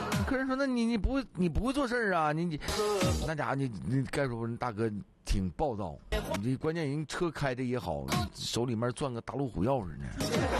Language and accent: Chinese; China